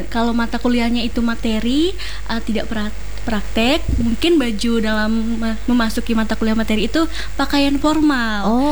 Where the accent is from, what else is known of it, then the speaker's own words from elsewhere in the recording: Seruyan, Central Kalimantan, Indonesia; now in Palangka Raya, Indonesia; Kalau aku dari Surian asalnya